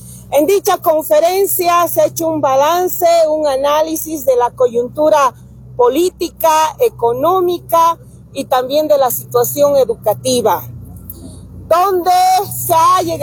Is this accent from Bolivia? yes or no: yes; Bolivia